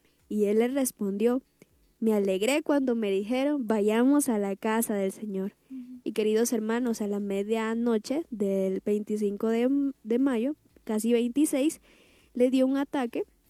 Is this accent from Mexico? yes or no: no; Honduras; moved away; Yo recuerdo que sí, en mi país lo hacen a principios de año.